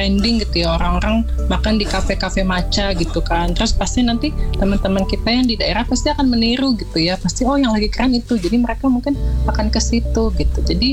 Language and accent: Indonesian; Jakarta, Indonesia; saya orang Jakarta juga ya tinggalnya gitu ya, lahir dan tinggal dan besar di Jakarta